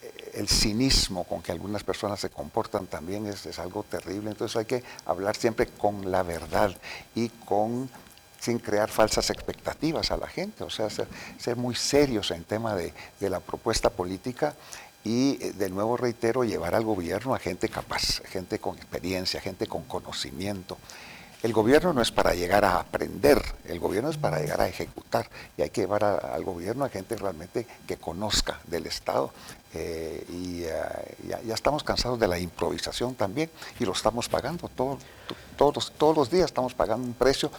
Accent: Guatemala; yo no soy gringo, yo soy guatemalteco.

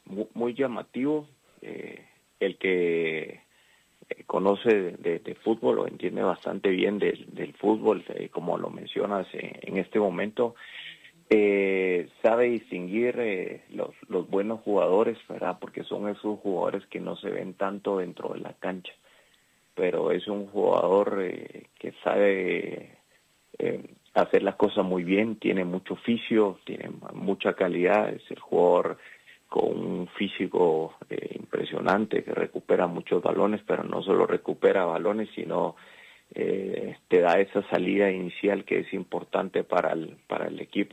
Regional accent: Guatemala; also born or lived in Nicaragua; Prácticamente estoy cumpliendo 50 años de estar en Guatemala, toda una vida acá. Vine desde muy pequeño

